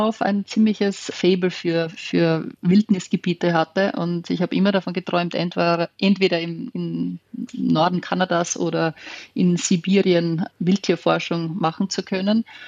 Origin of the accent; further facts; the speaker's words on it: Styria, Austria; Also ich bin schon in einer Region aufgewachsen, die bewaldet war, sehr viel Natur hatte.